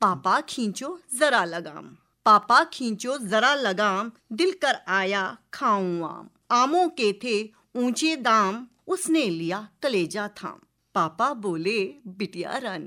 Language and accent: Hindi; Guler, Himachal Pradesh, India; born there; moved away; हमारे गांव गुलेर पे ही एक कविता है।